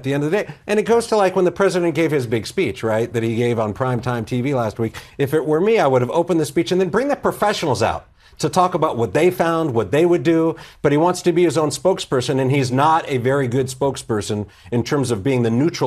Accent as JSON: {"language": "English", "region": "California", "country": "United States", "said": "I'm from California, so we have Newsom"}